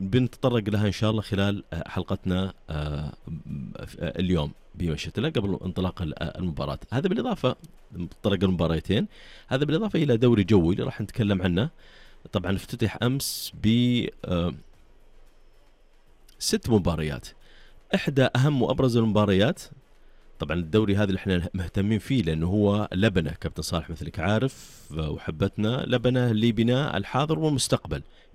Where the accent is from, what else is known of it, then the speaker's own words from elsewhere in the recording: Saudi Arabia; وكلاهما ستقامان عندنا في المملكة العربية السعودية في منطقة جدة.